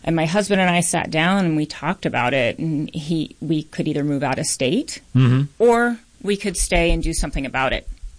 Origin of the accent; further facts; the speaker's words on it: Philadelphia, Pennsylvania, United States; now in Minnesota, United States; I'm not from Minnesota originally. I'm from the Philadelphia area.